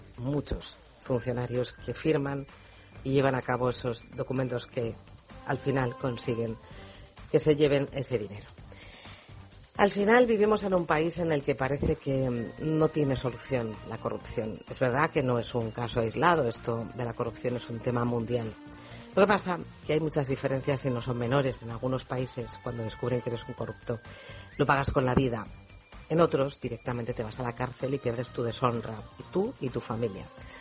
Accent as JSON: {"language": "Spanish", "country": "Spain"}